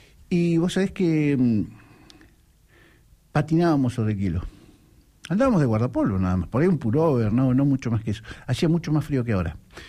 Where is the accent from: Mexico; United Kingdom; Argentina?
Argentina; Mar del Plata, Buenos Aires Province; born there; nací en Mar del Plata y tenía 5 años la primera vez que papá nos trajo.